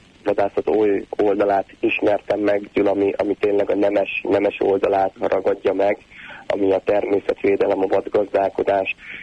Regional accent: Zánka, Veszprém County, Hungary; valóban én Zánkán nőttem föl, édesapám is ott dolgozott, valamint édesanyám még is Zánkán éltek. Én az egész gyerekkoromat a Balaton parton, a Balaton felvidéken töltöttem.

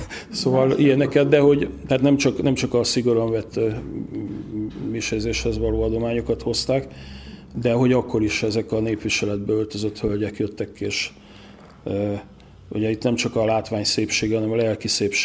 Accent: Hungary; mi nem vesszük sok esetben elég komolyan azt, hogy magyarok vagyunk

